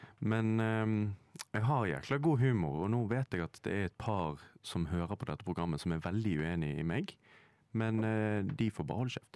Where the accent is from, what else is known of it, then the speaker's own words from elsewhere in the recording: Bergen, Vestland, Norway; now in Oslo, Norway; Jeg jo fra Bergen